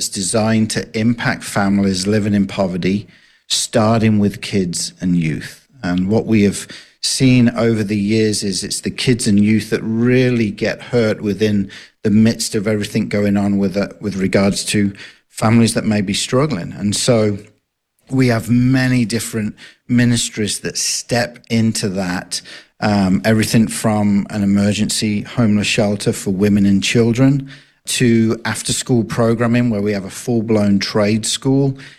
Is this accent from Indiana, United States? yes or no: no; Texas, United States; accent: Texas; And I'm glad you like my Texas accent.